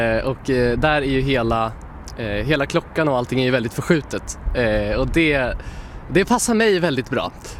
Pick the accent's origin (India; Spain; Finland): Spain; also born or lived in Sweden; Så jag är lika mycket från Sverige som jag är från Spanien.